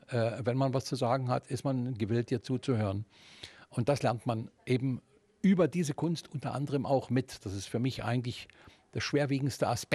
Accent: Görlitz, Saxony, Germany; moved away; Ich bin ja nur hier wieder hergekommen, weil ich gebürtiger Görlitzer bin

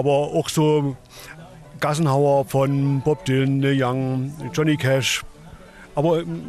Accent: Zittau, Saxony, Germany; now in Glashütte, Germany; Ich stamme ursprünglich aus der Oberlausitz, aus Zittau und lebe jetzt aber in Glashütte im Osterzgebirge.

